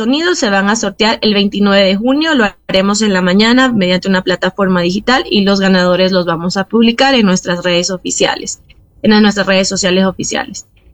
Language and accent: Spanish; Ecuador